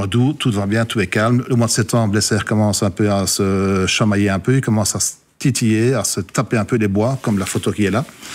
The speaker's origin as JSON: {"language": "French", "town": "Rochehaut", "region": "Wallonia", "country": "Belgium", "said": "Chez nous, à Rochehaut"}